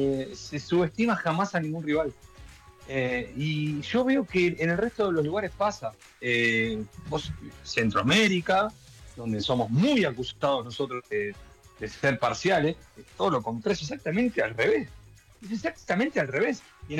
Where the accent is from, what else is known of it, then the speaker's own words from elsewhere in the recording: Argentina; Sucede que nosotros, como argentinos, como individuos, seres sociales y habitantes del suelo argentino, nativos del mismo, solemos tener esa fama de soberbio